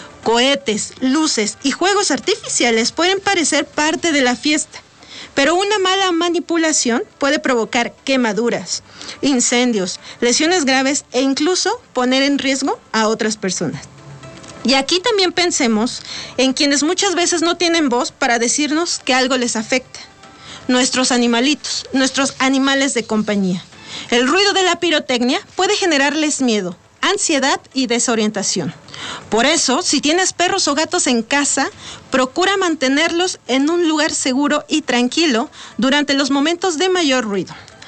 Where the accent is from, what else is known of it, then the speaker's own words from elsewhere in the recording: Mexico; una de las fechas que más nos identifica como mexicanos, las fiestas patrias.